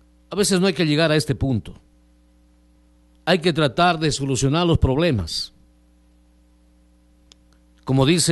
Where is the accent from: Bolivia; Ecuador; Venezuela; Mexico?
Ecuador; Gonzanamá, Loja; now in Amazon region, Ecuador; al menos de donde vengo, en la provincia de Loja, el cantón Gonzanamá.